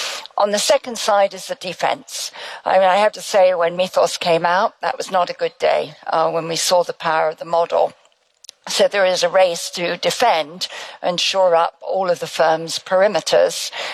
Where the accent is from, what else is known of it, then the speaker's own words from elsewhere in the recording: Scotland, United Kingdom; Well, I'm Scottish, so I tend to be more prudent than many, so I'm true to my roots there.